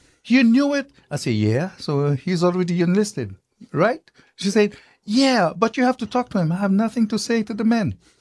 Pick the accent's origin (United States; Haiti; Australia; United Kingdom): Haiti; moved away; Where I am now, even though I was born and raised in Haiti, this is my place.